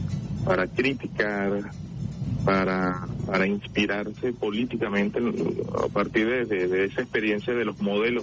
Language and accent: Spanish; Venezuela; decirles en la cara quiénes somos, a dónde vamos, y lo que significamos nosotros para el mundo como venezolanas, como venezolanos, como patria grande.